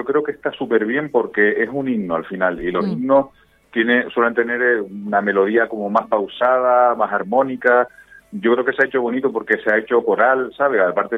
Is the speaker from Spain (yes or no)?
yes; Santa Cruz de Tenerife, Canary Islands, Spain; moved away as an adult; now in Los Realejos, Spain; Nosotros somos de Santa Cruz, lo que pasa es que yo llevo ya 20 y pico años viviendo aquí en Los Ralejos.